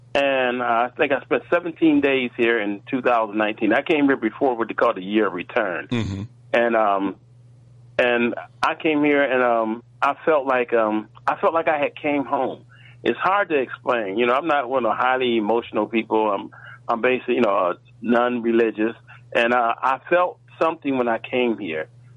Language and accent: English; Toledo, Ohio, United States; You know, I'm originally from Toledo, Ohio, and I do not like the snow. So I'm in a tropical country.